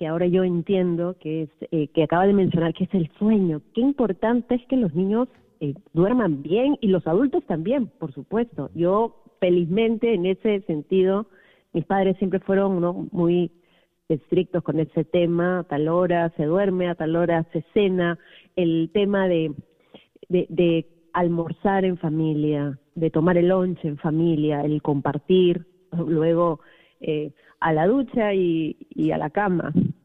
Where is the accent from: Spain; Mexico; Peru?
Peru; Lima; En Lima, sí, correcto, en Lima, crecí en Lima